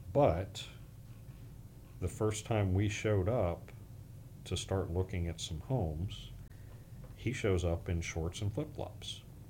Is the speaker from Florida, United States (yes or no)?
yes; Orlando, Florida, United States; moved away as an adult; now in Gulf Harbors, Florida, United States; I was raised in the Central Florida area.